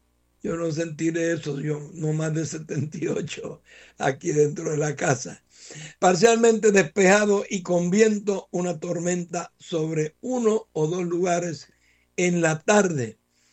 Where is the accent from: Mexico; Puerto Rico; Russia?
Puerto Rico; Vega Alta; en territorio de los Ñangotao, mi pueblo natal, Vega Alta